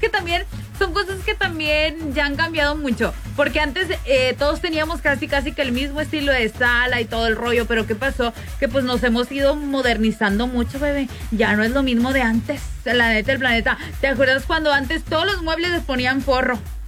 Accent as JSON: {"language": "Spanish", "country": "Mexico", "said": "Cositas que todos tenemos como buenos mexicanos en casita."}